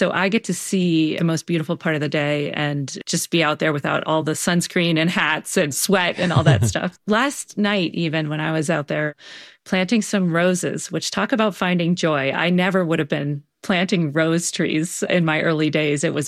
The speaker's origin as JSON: {"language": "English", "town": "Baltimore", "region": "Maryland", "country": "United States", "said": "I'm from Baltimore and it's like, oh gosh, who's that famous poet"}